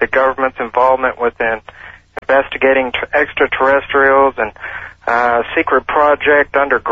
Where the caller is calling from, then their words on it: Ligonier, Indiana, United States; Ligonier, Indiana.